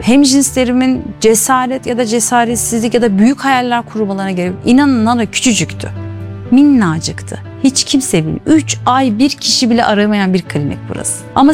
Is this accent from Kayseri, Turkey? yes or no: yes; Kayseri, Turkey; Yani biz de burada çevre çok. İşte Kayseri'nin yerlisiyiz, yirlisiyiz.